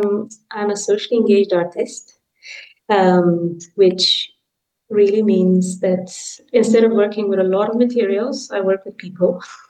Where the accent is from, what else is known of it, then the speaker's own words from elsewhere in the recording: Romania; English is a second language; now in United Kingdom; so I'm a migrant in the UK, moved here in 2009, I'm from Romania.